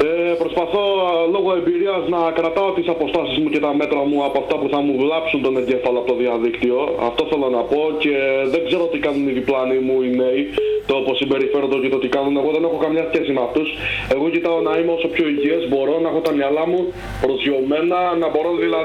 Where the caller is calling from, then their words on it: Kalamaria, Central Macedonia, Greece; από Καλαμαριά. Τώρα είμαι εδώ.